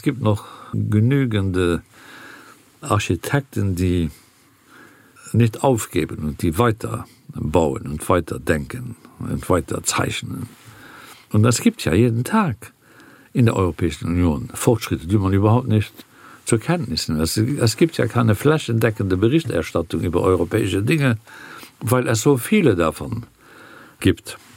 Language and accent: German; United Kingdom; German is a second language; dann muss ich sagen, als ein Brite, der den Euro gerne hätte, aber nicht darf, weil seine Regierung dagegen ist, dann kriegt auch ihr den Euro nie.